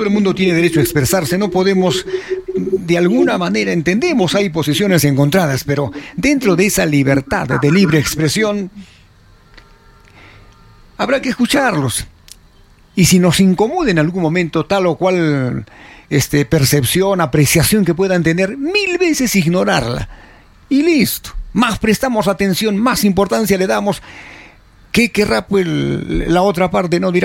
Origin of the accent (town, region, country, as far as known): Peru